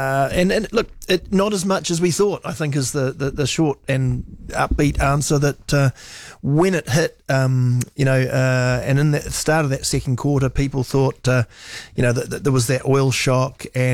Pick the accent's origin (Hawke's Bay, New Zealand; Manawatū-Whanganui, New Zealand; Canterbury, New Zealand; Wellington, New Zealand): Canterbury, New Zealand; Christchurch; A lot of it, I'm from Christchurch, so I can say this.